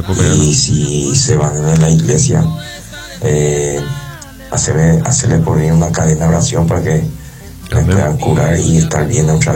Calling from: Quilmes, Buenos Aires Province, Argentina; Soy argentino sacano, de Quilmes acá, Argentina.

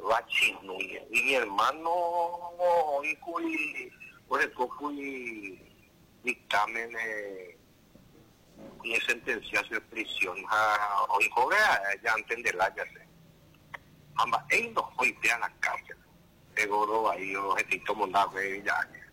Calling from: Paraguay; Somos los paraguayos así, doctor.

